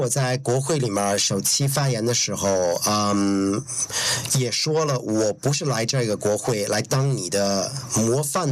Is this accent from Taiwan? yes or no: no; New Zealand; 作为一个华裔的人来说，可能也是因为在新西兰长大的，对于新西兰系统也有一些了解